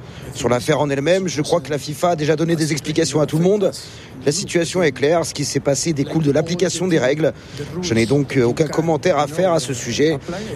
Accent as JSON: {"language": "French", "country": "France", "moved": "yes", "lives_now": "United States", "said": "quand je leur dis que je suis français"}